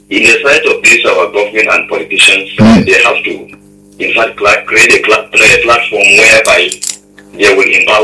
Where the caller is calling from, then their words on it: Bauchi, Nigeria